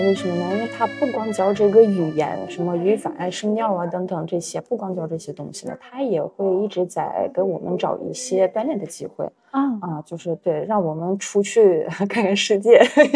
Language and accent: Chinese; Russia; Chinese is a second language; 然后我们十个人当中就我一个外国人，就一个俄罗斯人